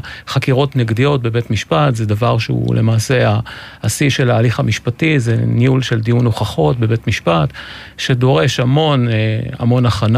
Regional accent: Haifa District, Israel; אני מושבניק, נולדתי במושב צרופה, בן להורים חקלאים, סבא וסבתא שלי היו ממייסדי המושב, משני הצדדים.

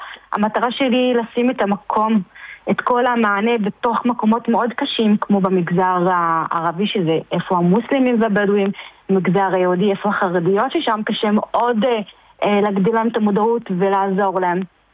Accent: Haifa, Haifa District, Israel; אני מחיפה.

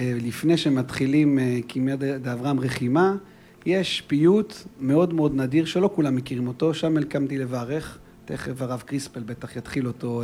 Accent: Netanya, Central District, Israel; יש בית כנסת קטנה בשוק, ברחוב שוהם 27, נכון. קוראים לתפארת ישראל. שם גדלנו.

